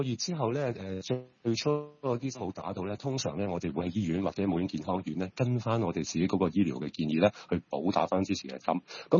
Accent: China; 其實我們中國人特別是南方中國人呢

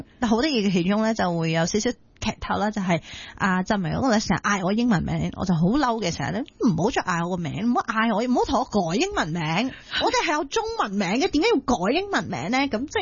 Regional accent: Hong Kong; 我哋香港人系狮子山精神，系好懂得灵活变通，

